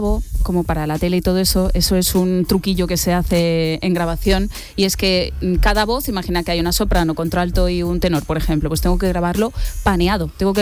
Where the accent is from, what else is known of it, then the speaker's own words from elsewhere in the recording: Calvià, Balearic Islands, Spain; Yo tenía 15 años. Yo colaboraba en una radio de estas locales de ahí de mi pueblo, de Calvía, como os dije el otro día.